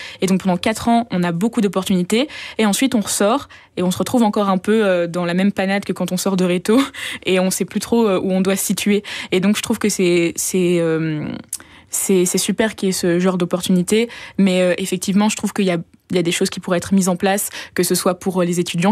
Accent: La Louvière, Wallonia, Belgium; je viens de la Louvière et à la Louvière, on n'a pas toutes les opportunités, par exemple, qu'on a à la capitale pour ne serait-ce que faire du théâtre.

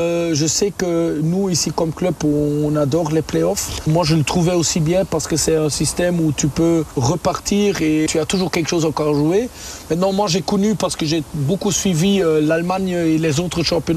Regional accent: Eupen, Wallonia, Belgium; first language German; French is a second language; je suis belge, j'habite à Eupen, ça veut dire que je parle allemand, ça c'est ma langue maternelle, mais je suis 100% belge.

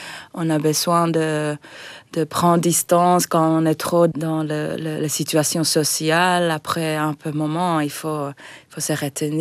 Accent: Finland; accent: du Nord; French is a second language; moved away as an adult; now in Brussels, Belgium; je reste très connectée avec mon pays. Je suis très fière d'être de la Finlande

